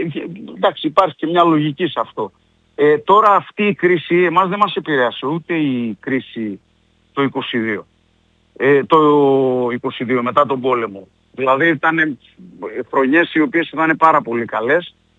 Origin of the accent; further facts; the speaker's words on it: Thessaloniki, Central Macedonia, Greece; now in Komotini, Greece; λόγω της καταγωγής της δικιάς μου, επειδή είμαι Θεσσαλονικιός